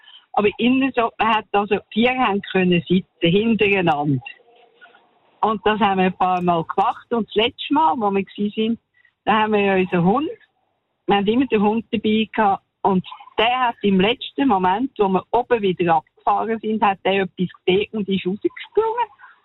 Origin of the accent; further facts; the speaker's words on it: Menziken, Aargau, Switzerland; Hallo, ich komme eigentlich aus Menziken.